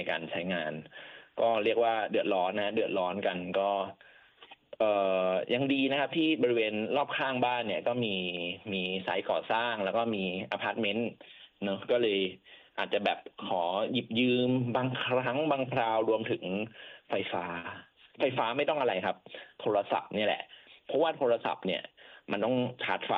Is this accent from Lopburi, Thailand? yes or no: no; Bangkok, Thailand; ต้องบอกว่าเป็นคนกรุงเทพจริงๆเลยเพราะว่าไม่ได้มีบ้านที่ต่างจังหวัดเกิดที่กรุงเทพ